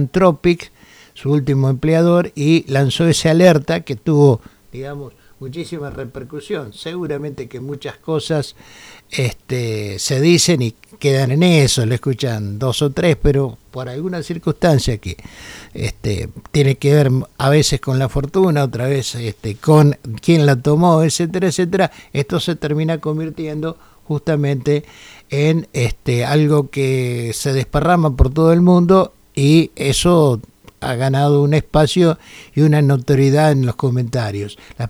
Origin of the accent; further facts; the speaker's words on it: Argentina